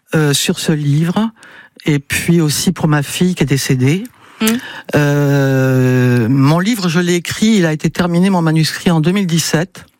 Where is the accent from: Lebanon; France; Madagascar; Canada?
Madagascar; born there; Moi, je suis née à Madagascar.